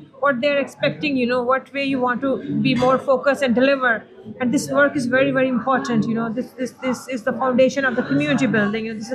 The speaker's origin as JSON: {"language": "English", "town": "Cork", "region": "Munster", "country": "Ireland", "said": "And it gave me a sense of pride and belonging that I am from Cork, you know, and I'm the true spirit."}